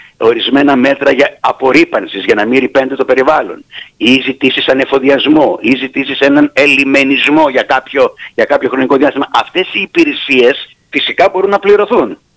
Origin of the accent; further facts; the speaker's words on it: Greece; Διότι εμείς είμαστε κοντά απέναντι από την Αίγυπτο, ειδικά η Κρήτη